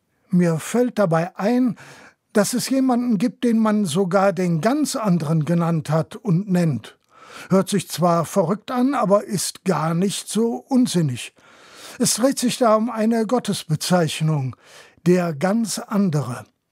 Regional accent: Rhineland, Germany; Ich bin im Rheinland aufgewachsen

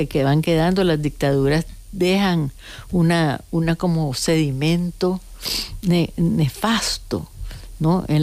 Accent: Nicaragua; Entonces, a mí la nicaragüanidad no me la quita nadie. Soy muy nicaragüense.

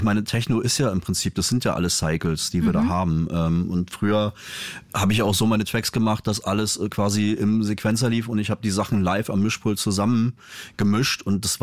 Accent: Mecklenburg-Vorpommern, Germany; moved away; Ich komme halt ursprünglich aus MacPom.

